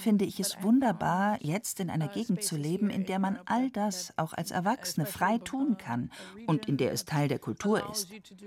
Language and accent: German; Trinidad & Tobago; Nach Trinidad komme ich nicht so häufig, aber ich vermisse meine Heimat sehr.